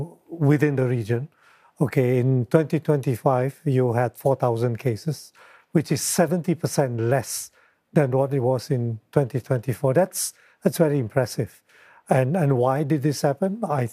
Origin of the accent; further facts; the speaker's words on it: Indonesia; I come from Indonesia. We have 17,000 islands.